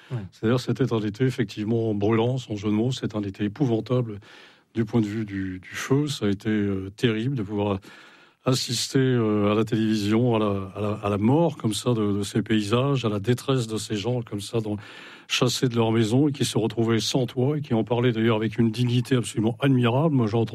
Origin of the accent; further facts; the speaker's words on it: Brittany, France; also born or lived in Paris, France; Moi, je suis un vrai breton. Mmh. Et comme tous les bretons, je suis un breton de migrateur. Et ce n'est pas un hasard si mon père m'a fait naître en dehors des murs de Bretagne.